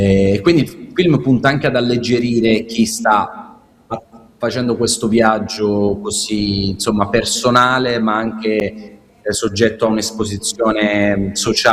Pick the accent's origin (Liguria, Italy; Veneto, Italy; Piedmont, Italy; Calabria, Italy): Calabria, Italy; Corigliano Calabro; also born or lived in Amendolara / Roseto; perché io sono nato e cresciuto a Corigliano Calabro, poi mi sono spostato ad Amendolara, a Roseto e a Taranto quando posso vado